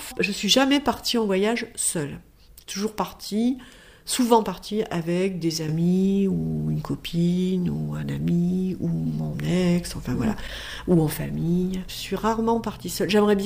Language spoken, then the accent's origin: French; Ussel, Nouvelle-Aquitaine, France; born or raised there; also born or lived in Bergerac / Étampes / Bordeaux